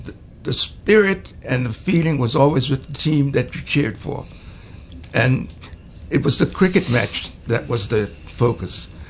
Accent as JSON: {"language": "English", "country": "Bermuda", "tie": "born there", "also_born_or_lived": "Canada", "moved": "as an adult", "said": "growing up in Bermuda or being in Bermuda in the late 1960s."}